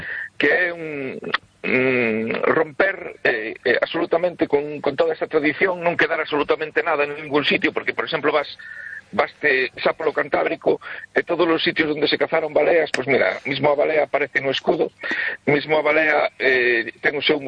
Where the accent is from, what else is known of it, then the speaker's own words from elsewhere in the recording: Fisterra, Galicia, Spain; Nos na fin da terra, en Fisterra, temos moitas cousas moi interesantes